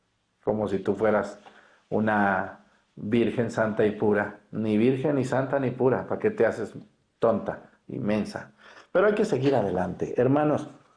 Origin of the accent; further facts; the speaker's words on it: Mexticacán, Jalisco, Mexico; now in Guerrero, Mexico; Ahí en mi pueblo